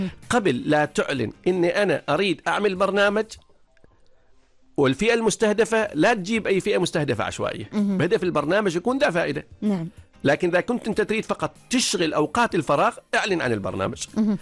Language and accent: Arabic; Oman; نحن كعمانيين